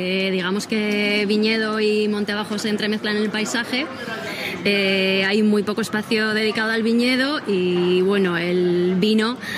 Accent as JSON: {"language": "Spanish", "town": "San Martín", "country": "Spain"}